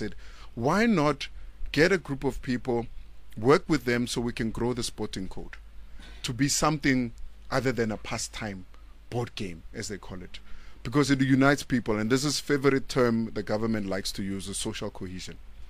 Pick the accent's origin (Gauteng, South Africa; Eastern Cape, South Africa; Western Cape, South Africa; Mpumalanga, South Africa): Gauteng, South Africa; born there; also born or lived in Mamelodi, Pretoria; I'm a native of Alexandra and Mamelodi and whatnot.